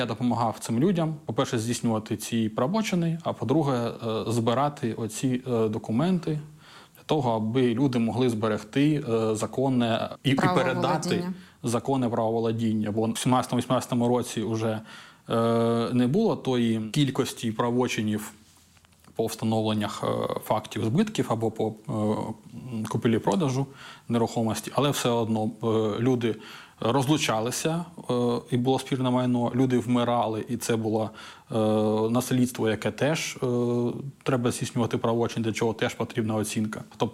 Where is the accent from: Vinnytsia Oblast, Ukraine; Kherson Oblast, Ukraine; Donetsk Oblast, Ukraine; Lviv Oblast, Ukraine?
Donetsk Oblast, Ukraine; Ну, дивіться, я сам з Донецької області.